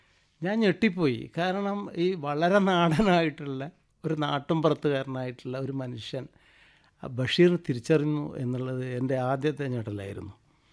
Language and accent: Malayalam; Kannur, Kerala, India; അപ്പോൾ ഞാൻ പറഞ്ഞു കണ്ണൂരിൽ നിന്നാണ്, ഇന്ന സ്ഥലത്ത് നിന്നാണ്.